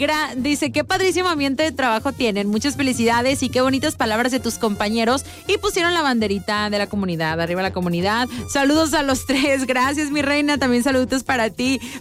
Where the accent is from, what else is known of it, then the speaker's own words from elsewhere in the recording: Guadalajara, Jalisco, Mexico; Y yo también soy de Guadalajara. ¿Qué tal te caería una tortita ahogada?